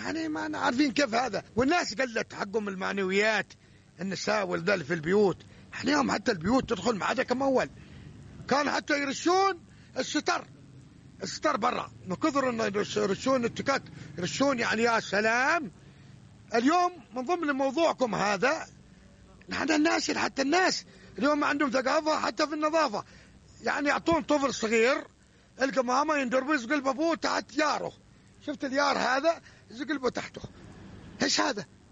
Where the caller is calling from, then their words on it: Seiyun, Hadramaut, Yemen; نحن أبناء حضرموت وخاصة أبناء العاصمة سون